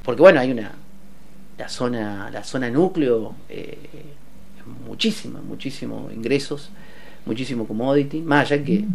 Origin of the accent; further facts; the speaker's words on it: Córdoba, Argentina; Mira, yo vengo de Córdoba, ¿no? Córdoba es algo muy distinto a lo que está pasando acá.